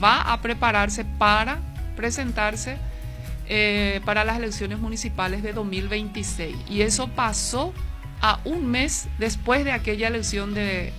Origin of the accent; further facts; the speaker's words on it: Minga Guazú, Alto Paraná, Paraguay; como yo soy minguera, nací en Mingaguazú